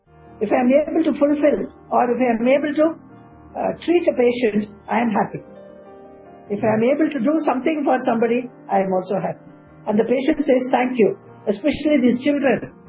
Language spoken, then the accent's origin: English; India; India is my country. I love India. I am an Indian. I don't like to go out anywhere. I'd like to stay in India, help people in India, and I'm an Indian.